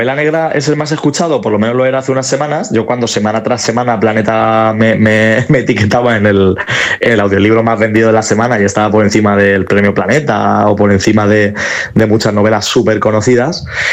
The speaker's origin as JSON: {"language": "Spanish", "town": "Almansa", "region": "Castilla-La Mancha", "country": "Spain", "tie": "born or raised there", "said": "más que mi pueblo, que sí que yo quería hacer ese homenaje a Almansa"}